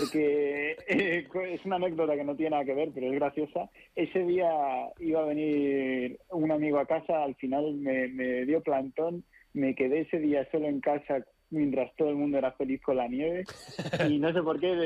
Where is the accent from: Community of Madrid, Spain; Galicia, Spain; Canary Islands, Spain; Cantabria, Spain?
Community of Madrid, Spain; Madrid; moved away as an adult; now in New York, United States; viniendo de una ciudad grande como Madrid, Madrid no es Nueva York, pero es una ciudad grande.